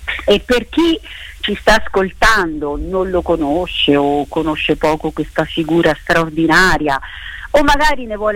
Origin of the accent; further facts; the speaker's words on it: Tolentino, Marche, Italy; Ma non è un santo unico perché noi siamo di Tolentino